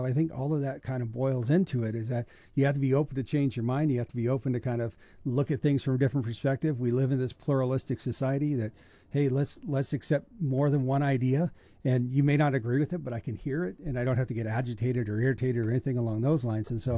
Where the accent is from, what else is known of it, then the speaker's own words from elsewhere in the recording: Idaho, United States; And I would say actually being an American is part of my identity. Being from Idaho is part of my identity.